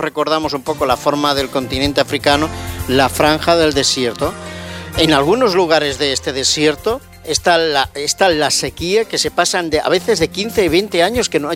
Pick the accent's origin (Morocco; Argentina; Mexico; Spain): Spain; porque somos mira, españoles.